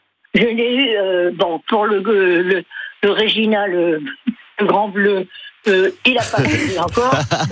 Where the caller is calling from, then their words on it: Saint-André, France; Je vis à Saint-André.